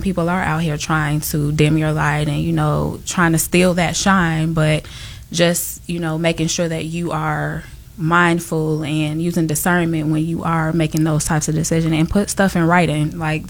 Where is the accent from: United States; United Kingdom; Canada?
United States; Chicago, Illinois; So I am from Chicago.